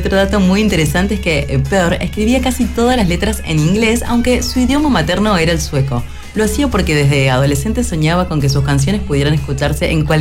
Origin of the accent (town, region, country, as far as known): Argentina